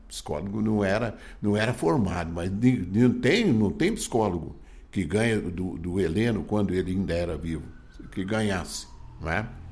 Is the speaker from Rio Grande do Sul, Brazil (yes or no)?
yes; Rio Grande do Sul, Brazil; moved away; porque eu vim lá do Rio Grande do Sul, não estou pensando voltar mais para lá.